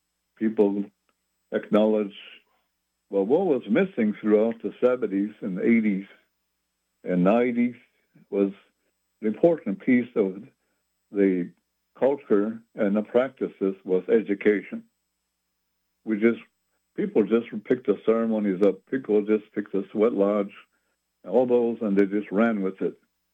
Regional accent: South Dakota, United States; I grew up out here in South Dakota on an Indian reservation.

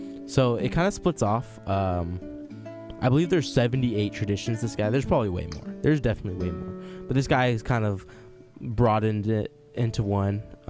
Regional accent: Sacramento, California, United States; now in Davis, United States; as a local, I'm not from Davis, but I'm from Sacramento area

